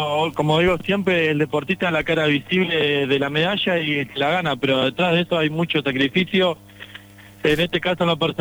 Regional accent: Delta del Tigre, San José, Uruguay; somos los dos de San José, de Delta del Tigre, y entrenamos en el río Santa Lucía

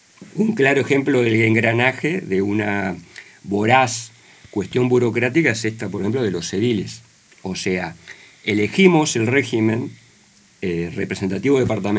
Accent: Uruguay; somos uruguayos

